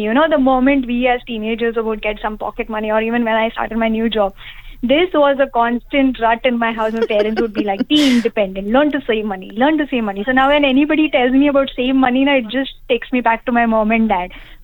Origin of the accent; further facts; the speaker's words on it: Mumbai, Maharashtra, India; moved away; I remember back in India when I was a child